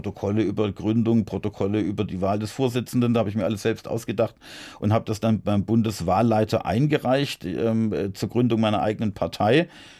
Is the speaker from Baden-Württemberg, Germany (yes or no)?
yes; Heilbronn, Baden-Württemberg, Germany; ich dann in meiner Heimatstadt Heilbronn als Kandidat auch angetreten, als Bürgermeisterkandidat.